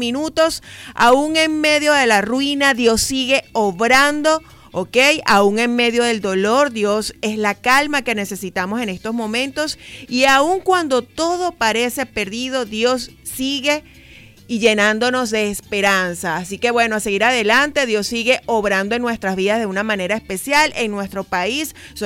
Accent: Venezuela; Así somos los venezolanos, optimistas y bueno, echados para adelante.

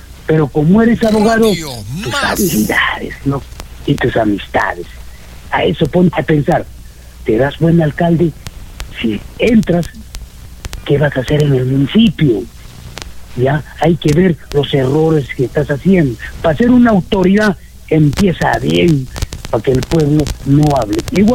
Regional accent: Arequipa, Peru; born there; yo tengo 60 años, nací en La Pampa. Los del pueblo de Paucarpata, a la ampliación le tienen La Pampa.

